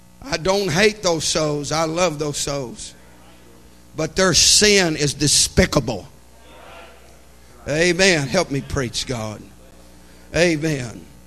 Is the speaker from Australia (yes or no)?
no; United States; I thank God I'm a blood-bought Christian. I'm a believer in Jesus Christ. But I'm also an American.